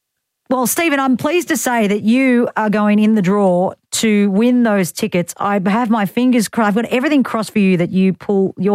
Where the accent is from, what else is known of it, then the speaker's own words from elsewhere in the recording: New South Wales, Australia; even though I did grow up in New South Wales, that having married a Queenslander, I have my passport.